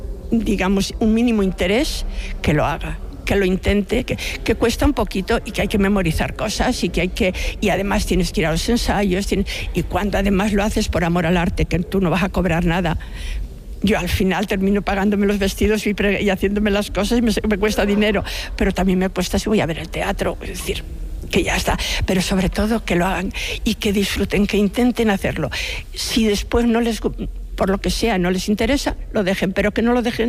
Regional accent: Colinas de Trasmonte, Castile and León, Spain; bueno, el pueblo se llama Colinas de Trasmonte. Es un pueblo pequeñito de la provincia de Zamora. A ver, casi insignificante, pero para mí es mi pueblo y es maravilloso.

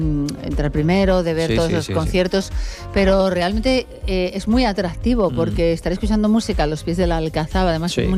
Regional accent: Madrid, Community of Madrid, Spain; Yo soy de Madrid.

